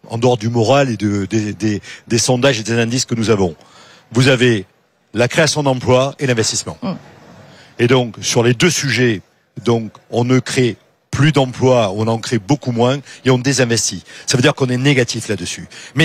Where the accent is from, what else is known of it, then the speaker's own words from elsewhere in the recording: South-West France, France; comme on dit chez moi, dans le Sud-Ouest